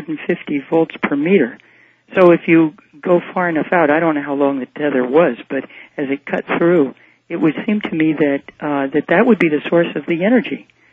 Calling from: Cleveland, Ohio, United States; calling from Cleveland.

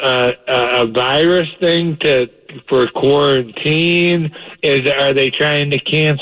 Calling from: New York, United States; I'm calling from New York

